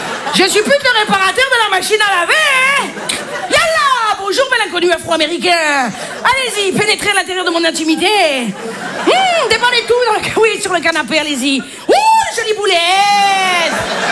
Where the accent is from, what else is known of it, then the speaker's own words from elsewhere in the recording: Marseille, Provence-Alpes-Côte d'Azur, France; Je suis marseillaise. J'ai pas l'accent.